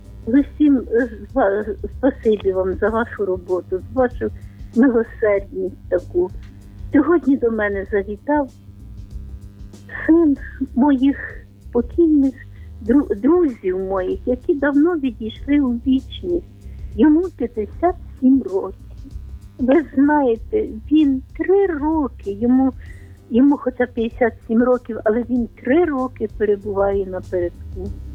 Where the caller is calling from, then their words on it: Vinnytsia Oblast, Ukraine; Я дзвоню з Вінниччини.